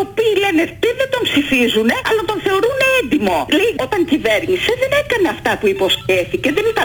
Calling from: Glyfada, Attica, Greece; από Γλυφάδα

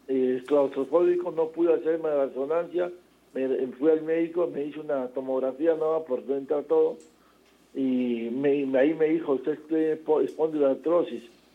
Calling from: Trujillo, La Libertad, Peru; llamo de Trujillo.

